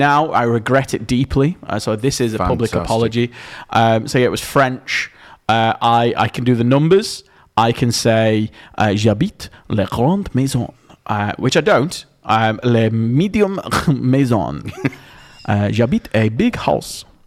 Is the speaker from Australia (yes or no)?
no; England, United Kingdom; we're English